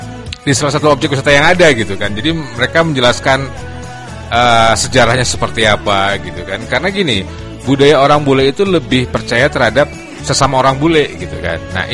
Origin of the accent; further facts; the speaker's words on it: Bali, Indonesia; sebagai orang Bali